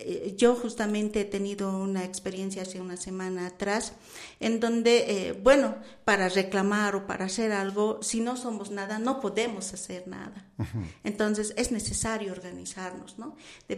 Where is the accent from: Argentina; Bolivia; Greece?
Bolivia; somos los bolivianos